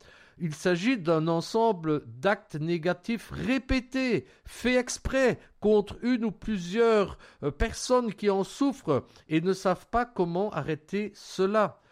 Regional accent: Belgium; chez nous en Belgique

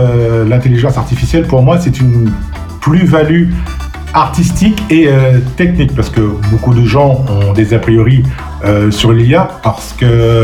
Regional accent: Guadeloupe; En tant que Guadeloupéen

